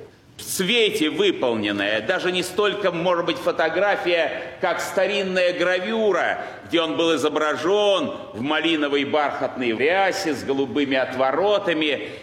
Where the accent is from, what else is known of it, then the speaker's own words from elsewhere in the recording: Saint Petersburg, Russia; Я родился здесь, в Петербурге, в благочестивой семье. Мой отец был священником. Жили мы очень стесненно материально в послевоенном Ленинграде, практически в одной комнате